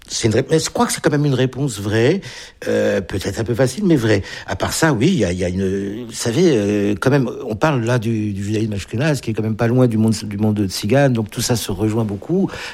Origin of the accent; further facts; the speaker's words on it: Ukraine; Donc je ne viens pas du tout là en tant qu'Ukrainien pour fêter ou soutenir mon ancien peuple ou je sais pas quoi. Je suis même pas français, je suis moi quoi.